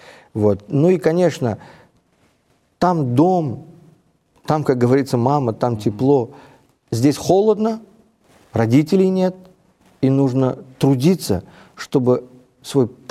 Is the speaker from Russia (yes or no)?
no; Uzbekistan; я сам уроженец азиатских стран, я сам уроженец Узбекистана, и я знаю, каков наш народ.